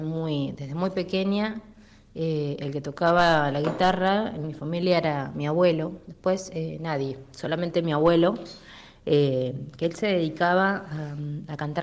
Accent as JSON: {"language": "Spanish", "town": "Saladillo", "region": "Buenos Aires Province", "country": "Argentina", "tie": "born or raised there", "moved": "as an adult", "lives_now": "La Plata, Argentina", "said": "yo soy de Saladillo, actualmente estoy en La Plata viviendo."}